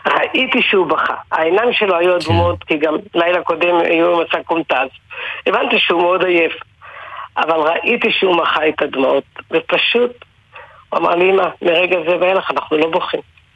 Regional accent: Jerusalem, Jerusalem District, Israel; אני כבר הייתי בגבעת התחמושת, גם גדלתי שם וגרתי שם

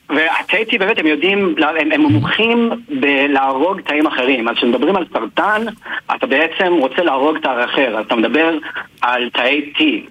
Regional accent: Beit Shemesh, Jerusalem District, Israel; אני נולדתי, גדלתי בבית שמש, להורים אמריקאים.

